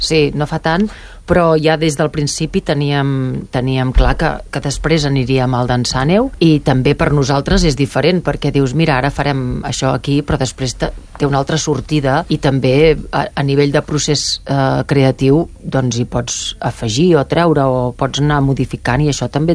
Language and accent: Catalan; Barcelona, Catalonia, Spain; also born or lived in Molins de Rei; now in La Garriga, Spain; Jo sóc de Barcelona i després he viscut molts anys a Molins de Rei, que la família de la meva mare són d'allà. Per tant, sóc una mica de poble i una mica de la ciutat, i ara visc a la Garriga per circumstàncies personals.